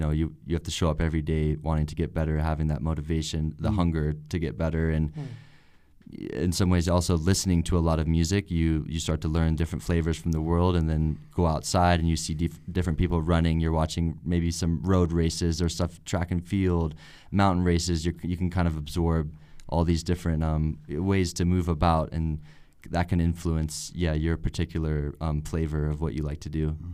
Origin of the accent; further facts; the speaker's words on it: Texas, United States; moved away; growing up in Texas